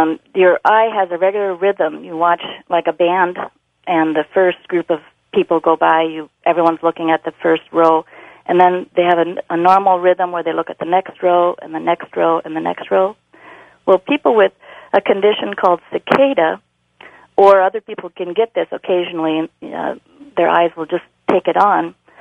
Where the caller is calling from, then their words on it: Arkansas, United States; from Arkansas.